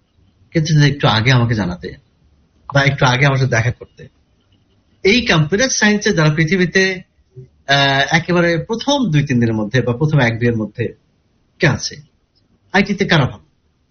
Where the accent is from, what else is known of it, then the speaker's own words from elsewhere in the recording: Kushtia, Khulna Division, Bangladesh; moved away; আমার গ্রামের বাড়ি কুষ্টিয়ার